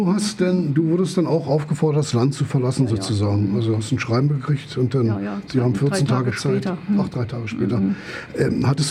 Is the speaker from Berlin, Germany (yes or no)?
yes; Berlin, Germany; ich bin in Berlin groß geworden